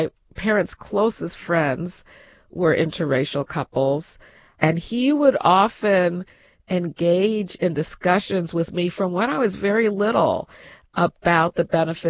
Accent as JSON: {"language": "English", "town": "Chicago", "region": "Illinois", "country": "United States", "tie": "born or raised there"}